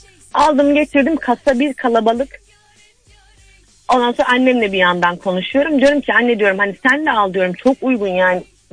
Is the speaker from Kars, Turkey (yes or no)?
yes; Kars, Turkey; Karslıyım bu arada. Daha önce de aramıştım ama.